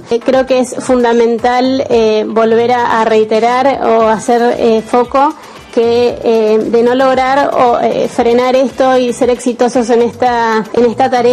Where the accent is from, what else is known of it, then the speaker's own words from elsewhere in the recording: Argentina; Vengo acá primero como argentina y después, por supuesto, como parte del gobierno nacional